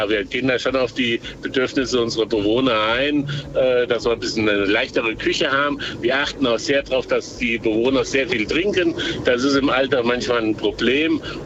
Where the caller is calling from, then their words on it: Kirchhain, Hesse, Germany; ich komme aus Kirchhain, das ist in der Nähe von Marburg